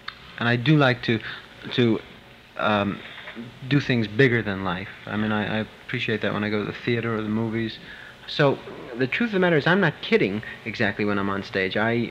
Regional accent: Brooklyn, New York, United States; The fact is the fact. I am from Brooklyn.

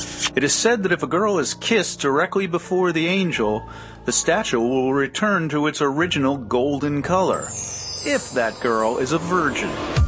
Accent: New Jersey, United States; our beloved Garden State

